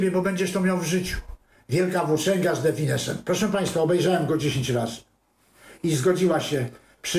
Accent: Radom, Masovian Voivodeship, Poland; Urodziłem się koło kina Przyjaźń, naprzeciwko 200 metrów w Radomiu było kino Przyjaźń.

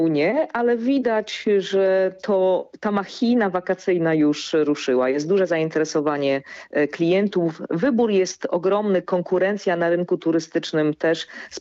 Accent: Podlaskie Voivodeship, Poland; ja jestem z urodzenia i zamieszkania Podlasianką.

